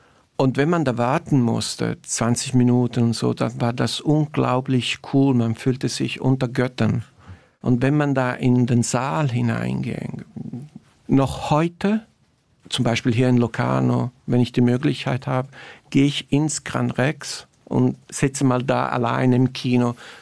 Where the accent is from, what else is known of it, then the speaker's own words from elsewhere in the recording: Italy; für mich als Italiener, der in Neapel ist